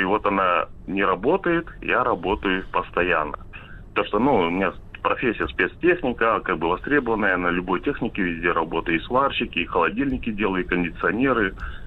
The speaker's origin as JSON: {"language": "Russian", "town": "Sovetskaya Gavan", "region": "Khabarovsk Krai", "country": "Russia", "tie": "born or raised there", "moved": "as an adult", "lives_now": "Anapa, Russia", "said": "Слушатели, я из Анапы. Такое вот, ну, ругались, как бы, я сам дальневосточник, Советская Гавань"}